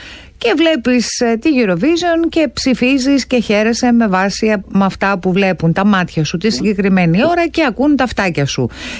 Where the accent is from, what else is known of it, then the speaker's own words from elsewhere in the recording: Serres, Central Macedonia, Greece; γιατί και εγώ από τα Σέρας είμαι από τα Σέρας, έτσι. Ως queer παιδί.